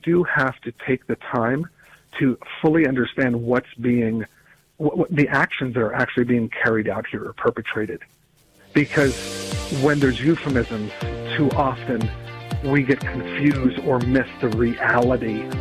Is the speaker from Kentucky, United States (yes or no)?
no; Virginia, United States; and in my home state of Virginia, we see this coming November